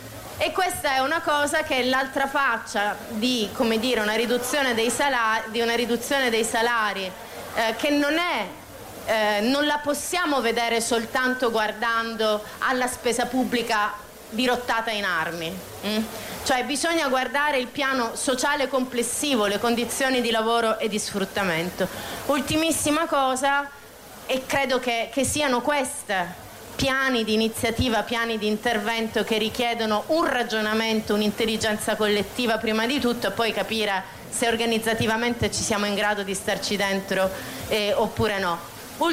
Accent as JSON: {"language": "Italian", "town": "Bologna", "region": "Emilia-Romagna", "country": "Italy", "said": "io vengo da Bologna"}